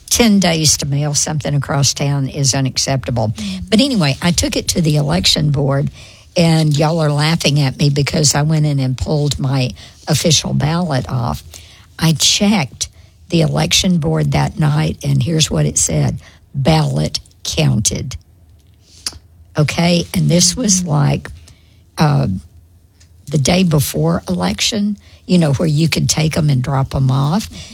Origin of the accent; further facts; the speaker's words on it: Arkansas, United States; now in Oklahoma, United States; I'm from Arkansas